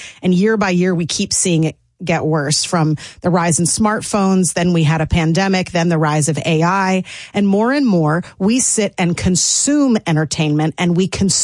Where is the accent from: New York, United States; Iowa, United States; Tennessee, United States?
Tennessee, United States; Franklin; I'm from Franklin.